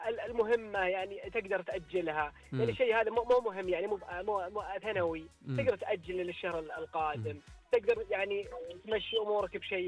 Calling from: Eastern Province, Saudi Arabia; من الشرقية.

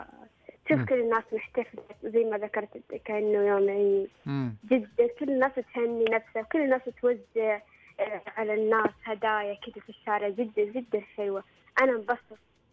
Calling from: Mecca, Makkah Province, Saudi Arabia

